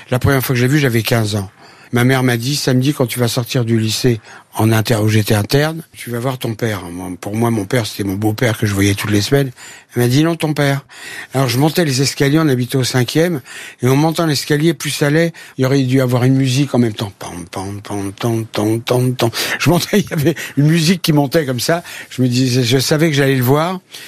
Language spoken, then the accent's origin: French; Paris, Île-de-France, France; born there; first language French; je suis né à Paris, j'entendais parler créole peut-être quand j'étais tout petit par ma mère et par des amis qui venaient, mais autrement, j'ai appris directement la langue française.